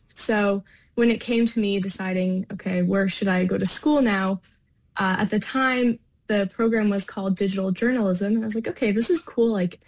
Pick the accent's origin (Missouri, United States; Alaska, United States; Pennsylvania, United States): Alaska, United States; Nome; I think growing up in Nome, I was just surrounded by various outdoor activities, right?